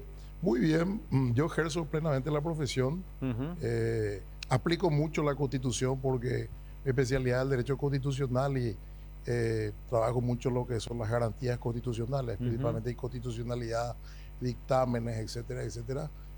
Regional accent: Paraguay; como abogado constitucionalista, como paraguayo, como ex constituyente, como ex senador

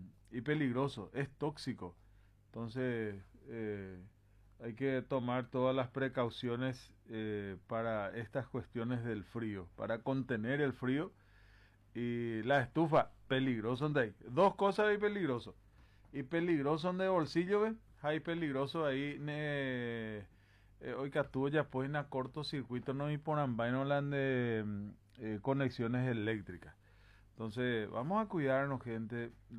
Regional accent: Paraguay; Yo soy paraguayo

